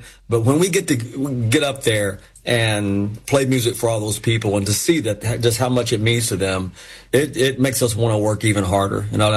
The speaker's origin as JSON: {"language": "English", "town": "Knoxville", "region": "Tennessee", "country": "United States", "tie": "born or raised there", "said": "Growing up in East Tennessee and in Knoxville, we didn't have a pro allegiance to anything. It was all just Tennessee football. And we grew up out in the country"}